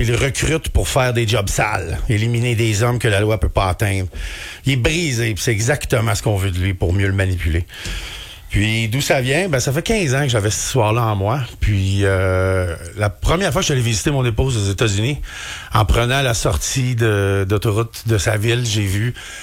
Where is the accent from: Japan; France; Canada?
Canada; Quebec; moi, en plus, moi, je suis un Québécois, hein